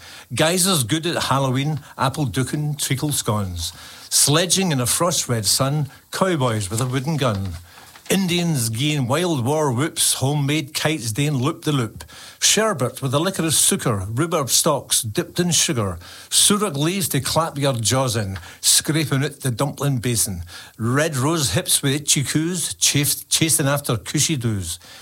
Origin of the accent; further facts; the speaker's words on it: Glasgow, Scotland, United Kingdom; accent: Glasgow; moved away; This is going to be in my Glasgow accent